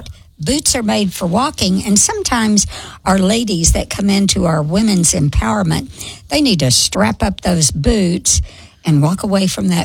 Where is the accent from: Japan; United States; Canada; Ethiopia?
United States; the South; We open our doors because I'm from the South and I believe in hospitality.